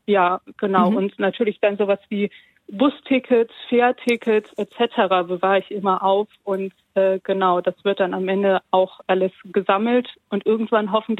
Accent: Wuppertal, North Rhine-Westphalia, Germany; Ich muss ja aber korrigieren, ich komme zwar aus Wuppertal, aber ich bin aktuell in Rom tatsächlich.

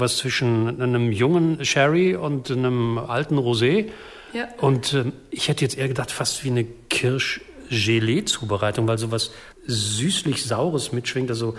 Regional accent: North Rhine-Westphalia, Germany; Wir kommen ja aus Nordrhein-Westfalen.

